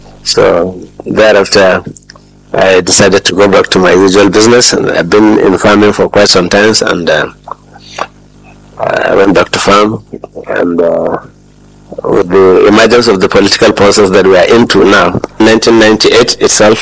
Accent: Gitan, Bauchi, Nigeria; born there; born on the 18th of December 1961, almost 62 years ago. And I was born in Gitan, a village in Bula district of Tafawalo local government area.

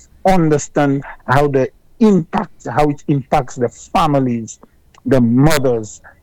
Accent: St. Lucia; I grew up in Marshall

